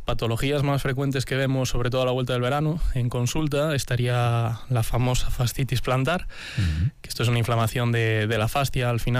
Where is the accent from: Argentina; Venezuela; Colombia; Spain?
Spain; Galicia; yo que soy gallego siempre estoy con el depende en la boca.